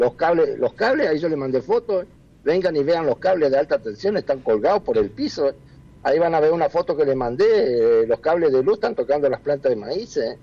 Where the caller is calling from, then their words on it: La Tigra, Chaco, Argentina; Yo soy de La Tigra.